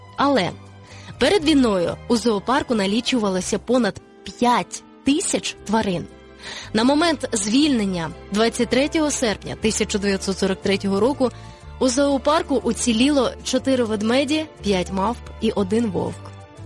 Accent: Kyiv, Ukraine; Тепер ми, кияни, знаємо, що метро «Університет» є і у Харкові.

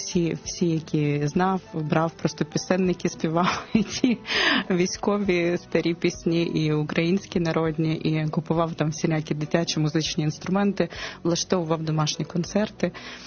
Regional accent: Brovary, Kyiv Oblast, Ukraine; born there; Я народилася в Броварах Київської області

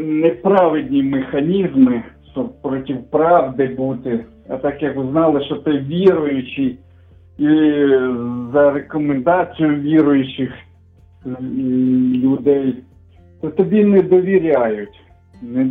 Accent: Kyiv Oblast, Ukraine; born or raised there; also born or lived in Irpin

